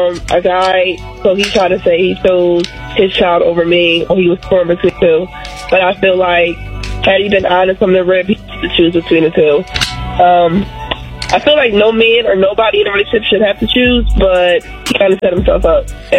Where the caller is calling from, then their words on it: New Jersey, United States; I'm calling from Jersey.